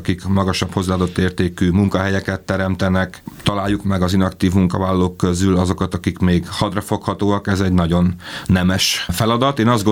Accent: Békés, Hungary; Én Békés megyei vagyok

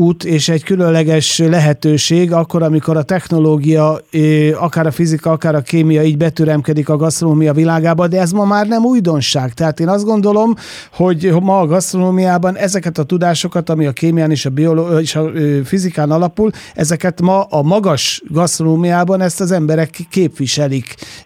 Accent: Zala, Hungary; én is zalai gyerek vagyok

